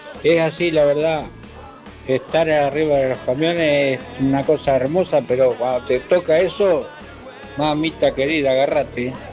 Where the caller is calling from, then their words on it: General Rodríguez, Buenos Aires Province, Argentina; de General Rodríguez.